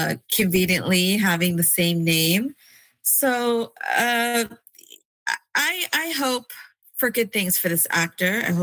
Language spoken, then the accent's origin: English; Canada; I'm Nigerian Canadian, and you'll see a lot of books like Deborah Fillet's Blood Zion or Tomi Adeyemi's Children of Blood and Bone that are taking from, you know, Black Nigerian history, Nigerian culture, and Nigerian cosmology.